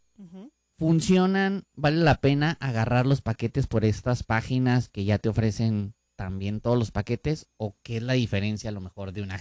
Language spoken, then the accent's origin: Spanish; Mexico; somos mexicanos, estamos acostumbrados a hacerlo.